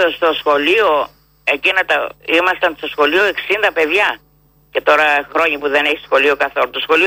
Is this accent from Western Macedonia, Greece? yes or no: no; Epirus, Greece; born there; Να ακουστεί για την Ήπειρο, την πατρίδα μου εδώ.